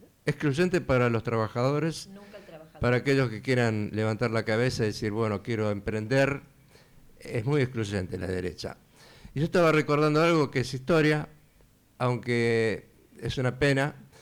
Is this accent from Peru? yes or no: no; Argentina